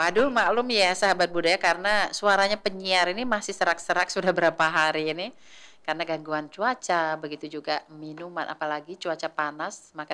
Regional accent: Bali, Indonesia; kita akan melancong melihat adat budaya dan tradisi ke kampung halamanku ini kayaknya ya. Tradisi Bali.

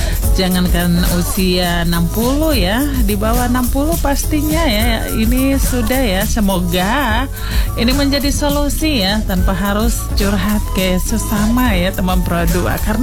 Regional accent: Merauke, South Papua, Indonesia; Tapi kalau kita bilang kita orang Merauke biasa bilang itu baku bawa mulut ya.

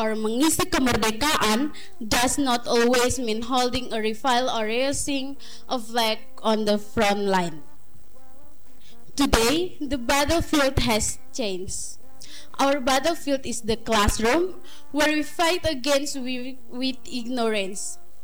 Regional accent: Fatubaa, East Nusa Tenggara, Indonesia; I come from its edge. I come from Fatubaa, from Belu, from the very frontier where the red and white flag meets the border of Timor-Leste.

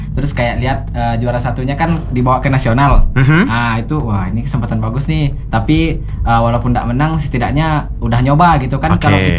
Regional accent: Sambas, West Kalimantan, Indonesia; Orang Sambas asli.

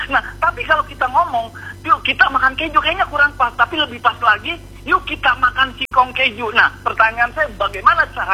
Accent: West Java, Indonesia; Saya suku Sunda, istri Aceh.

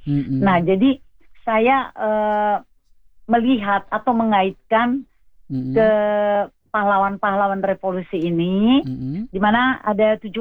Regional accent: Balige, North Sumatra, Indonesia; yang lahir di Balige, di kampungku juga nih.

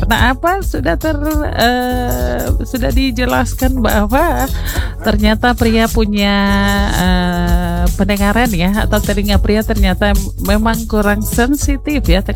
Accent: Merauke, South Papua, Indonesia; Kita orang Merauke

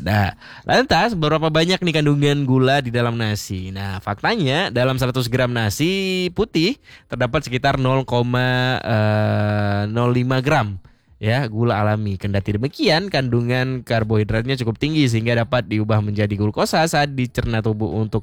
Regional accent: Aceh, Indonesia; kita orang Aceh

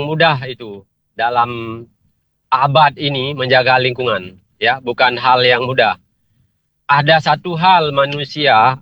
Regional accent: Lhokseumawe, Aceh, Indonesia; sebagai warga Kota Loksmawe

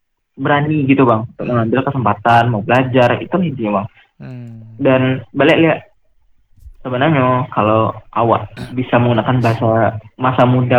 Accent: West Sumatra, Indonesia; kalau pribadi sebagai orang Minang

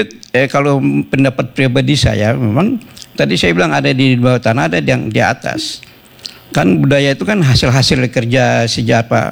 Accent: Papua, Indonesia; Karena pikiran saya ini, kita Papua ini mungkin dibayar ras negroid ya.

